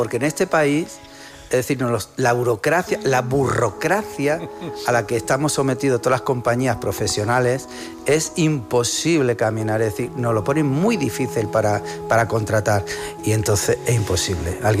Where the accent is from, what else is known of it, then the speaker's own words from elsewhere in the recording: Andalusia, Spain; Nos quitaron de ser andaluces y nos convirtieron en catalanes. Y decían, no. No somos catalanes. Que no hubiera estado mal, pero no, somos andaluces.